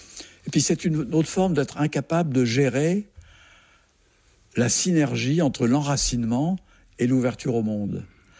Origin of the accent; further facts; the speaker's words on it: Algeria; born there; Je suis né en 1944 en Algérie d'un père charentais, mon père était militaire et il était gaulliste, et d'une mère pied-noire.